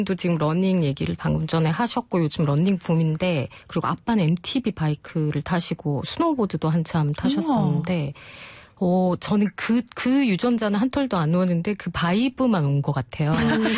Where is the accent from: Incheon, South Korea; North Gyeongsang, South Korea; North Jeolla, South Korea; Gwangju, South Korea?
North Jeolla, South Korea; Gunsan; now in Seoul, South Korea; 서울에서 태어났고 지금은 이제 제가 40대가 되면서 서울에서 산 시간이 가장 길지만 딱 유치원부터 그 고3까지 유년기는 전체를 아빠 직장 때문에 전라북도 군산이라는 소도시에서 지냈어요.